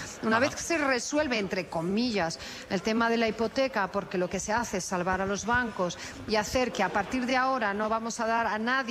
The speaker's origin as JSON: {"language": "Spanish", "town": "Madrid", "region": "Community of Madrid", "country": "Spain", "said": "yo soy de Madrid, pues Madrid para los madrileños y Sevilla para los sevillanos"}